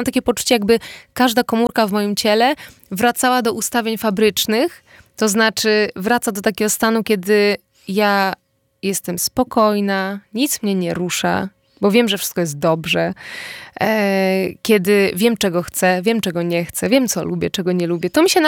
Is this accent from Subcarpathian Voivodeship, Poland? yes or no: yes; Subcarpathian Voivodeship, Poland; moved away; ja pochodzę z Bieszczad, a jeżdżę w Pieniny cały czas.